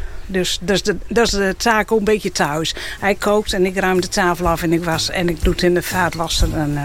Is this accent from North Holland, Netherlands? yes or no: no; Veendam, Groningen, Netherlands; Wij komen van Veendam.